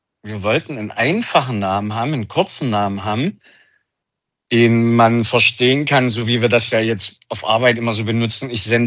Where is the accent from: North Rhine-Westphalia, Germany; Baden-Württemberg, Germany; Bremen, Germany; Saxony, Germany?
Saxony, Germany; kann ich nicht als Sachse